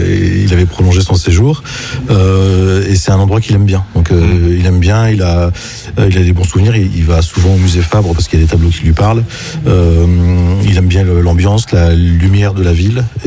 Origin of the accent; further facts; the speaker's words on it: Montpellier, Occitanie, France; now in Paris, France; Montpellier, qui est ma ville natale.